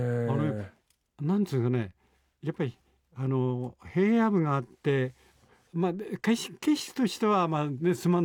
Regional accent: Gifu, Japan; born or raised there; moved away

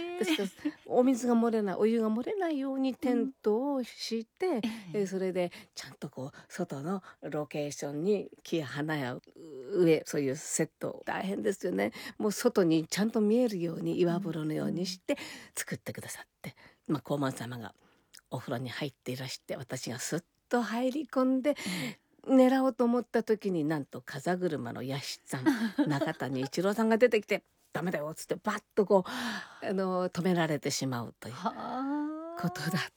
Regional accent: Kyoto, Japan; born there; accent: Kansai dialect; 京都で生まれて、まあ、関西弁だったので

